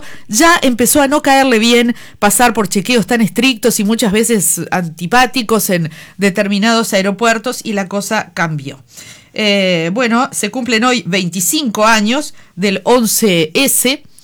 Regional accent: Treinta y Tres, Uruguay; born there; cuando éramos chicos y estudiábamos inglés en la Alianza Cultural Uruguay-Estados Unidos aquí en 33

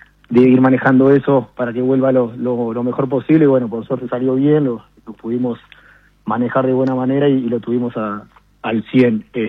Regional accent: Durazno, Uruguay; yo no soy de Florida, yo soy de Durazno.

